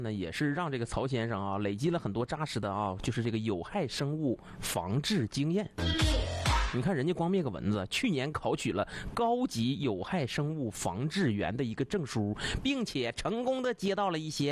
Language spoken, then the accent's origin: Chinese; Northeast China, China; 咱们东北人老百姓五花八门、千奇百怪又好笑又真实的夏日驱蚊小妙招